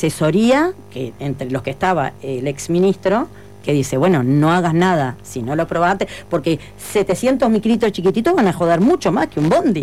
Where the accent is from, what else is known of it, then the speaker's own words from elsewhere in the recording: Uruguay; Yo soy uruguaya, sé cómo funcionan las cosas acá.